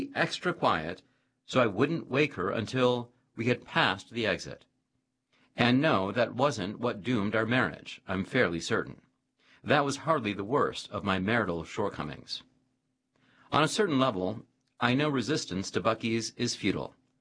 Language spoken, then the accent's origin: English; Florida, United States; I'm aware that in my home state of Florida, the Buc-ee's location in Daytona Beach has been attracting more visitors than the famed Daytona International Speedway.